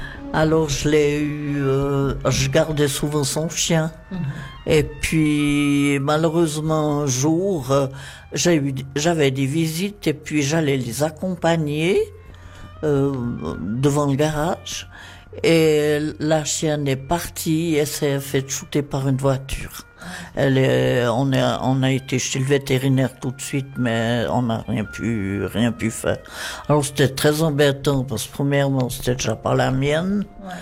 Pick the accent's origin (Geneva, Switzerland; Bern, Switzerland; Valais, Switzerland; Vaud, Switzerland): Vaud, Switzerland; Chavornay; Alors, moi, je suis née, donc je suis vaudoise, pure vaudoise. Je suis née dans un petit village qui s'appelle Chavornay et qui se trouve, qu'est-ce qu'on va dire, au pied du Jura. Et mes parents aussi, ils avaient la campagne.